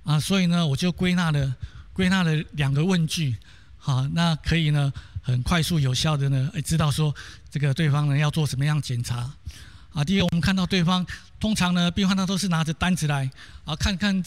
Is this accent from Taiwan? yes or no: yes; Taoyuan, Taiwan; 那我来自桃园